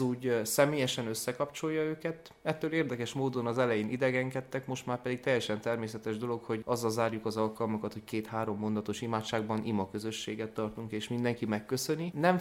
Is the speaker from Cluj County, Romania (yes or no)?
no; Agyagfalva, Harghita, Romania; nálunk Székelyföld azon részén, ahol felnőttem, legalábbis Agyakfalván